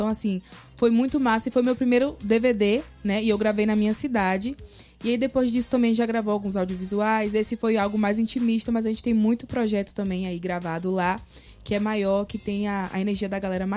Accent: Bahia, Brazil; moved away; a gente que vem de lá da Bahia, principalmente eu, que é do interior

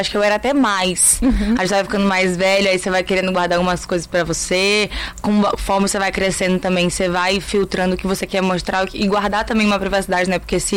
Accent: Campos dos Goytacazes, Rio de Janeiro, Brazil; moved away as an adult; Não, eu sou campista. Eu sou do interior do Rio de Janeiro, em Campos dos Goytacazes. Eu nasci lá a vida inteira, fiquei até 18 anos.

